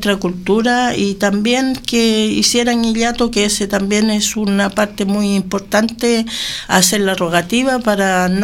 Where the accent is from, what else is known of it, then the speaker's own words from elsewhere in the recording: Carahue, Araucanía, Chile; yo vengo de Carahue, de un sector que se llama Collico Alto.